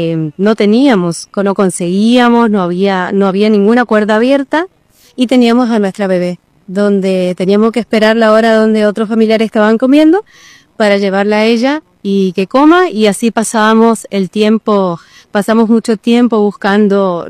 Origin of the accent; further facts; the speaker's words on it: Goya, Corrientes, Argentina; also born or lived in Tandil; soy de Goya Corrientes, de la Iglesia Universal de Goya.